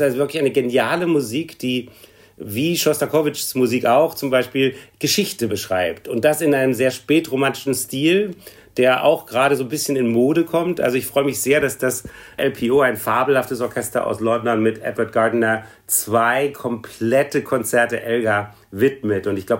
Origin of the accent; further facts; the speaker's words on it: Berlin, Germany; moved away; ich bin aus Berlin als Schüler schon nach Dresden mit dem Zug gefahren